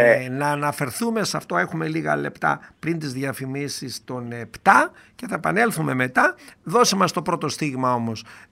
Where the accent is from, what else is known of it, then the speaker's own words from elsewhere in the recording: Doirani, Central Macedonia, Greece; Επειδή είμαι Κυλκισιώτης από τη Δοϊράνη